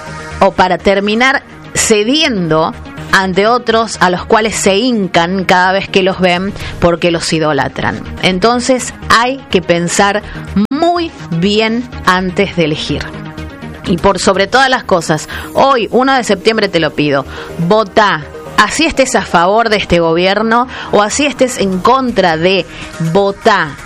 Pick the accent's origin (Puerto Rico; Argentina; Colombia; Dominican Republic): Argentina; Entonces, como argentinos no tenemos que permitir